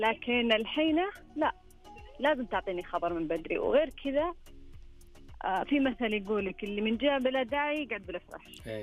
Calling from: Khamis Mushait, Asir, Saudi Arabia; من الخميس.

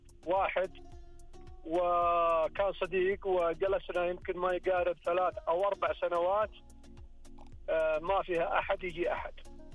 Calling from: Najran, Najran Province, Saudi Arabia; من نجران.

